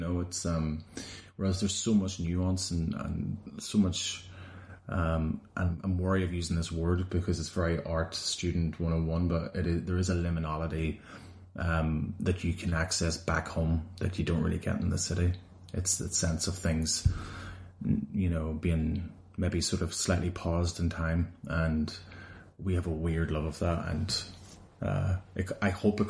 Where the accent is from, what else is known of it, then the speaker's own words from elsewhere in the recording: Northern Ireland, United Kingdom; all four of us come from the middle top part of the island. So we're not from the city. We're not from Belfast, which is relatively small.